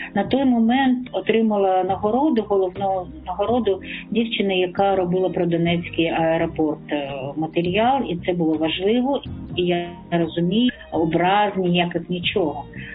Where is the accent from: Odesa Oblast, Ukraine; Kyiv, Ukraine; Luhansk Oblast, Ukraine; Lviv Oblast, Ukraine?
Odesa Oblast, Ukraine; Odesa; born there; Я і захотіла це робити, тому що я народилась в Одесі.